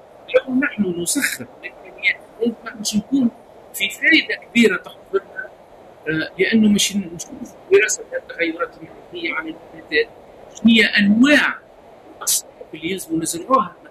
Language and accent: Arabic; Tunisia